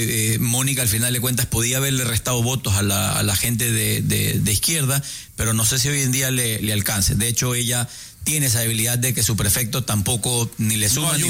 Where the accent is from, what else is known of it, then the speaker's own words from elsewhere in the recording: Guayaquil, Guayas, Ecuador; bien puestos como guayaquileños que nos digan monos